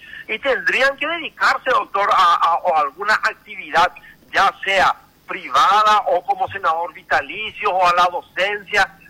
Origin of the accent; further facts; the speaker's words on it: Paraguay; nos consideramos como paraguayos